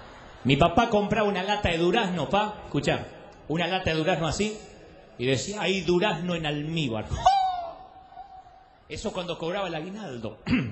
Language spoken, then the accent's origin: Spanish; Billinghurst, Buenos Aires Province, Argentina; si naciste en una ciudad pequeñita como nací yo, en Billinghurst, en el partido de San Martín.